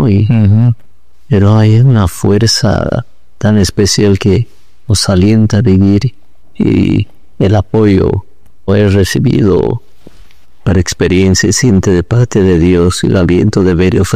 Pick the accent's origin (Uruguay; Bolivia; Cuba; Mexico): Bolivia; La Paz; now in Cochabamba, Bolivia; Parte de mi familia no somos oriundos de este lugar. Yo soy de La Paz.